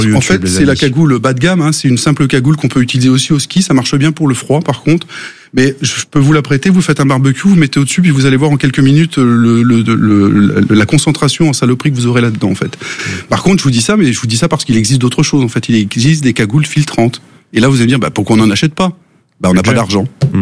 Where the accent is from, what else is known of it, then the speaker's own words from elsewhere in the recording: Chablis, Bourgogne-Franche-Comté, France; le Chablis, ce n'est pas de l'alcool. Donc, je suis de là-bas